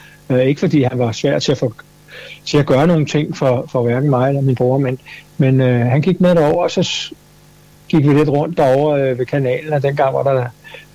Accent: Copenhagen, Capital Region of Denmark, Denmark; also born or lived in Vesterbro, Copenhagen; Jeg voksede op i Urbanplan. Vi kom ud fra Vesterbro, og jeg flyttede derud, da jeg var 4 år gammel, og det var jo ikke bygget færdigt

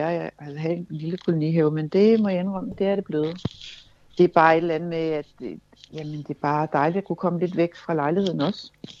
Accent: Amager, Capital Region of Denmark, Denmark; Jeg er født på Amager og opvokset på Amager, så det er bare Amager. Det er mit hjem, det er mit hjerte.

